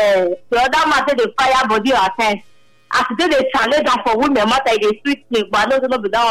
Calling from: Uselu, Edo, Nigeria; I'm calling from Uselu Kota.

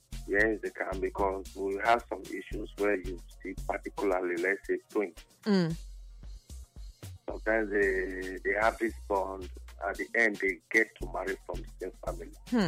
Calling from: Ibadan, Oyo, Nigeria; I'm calling from Ibadan.

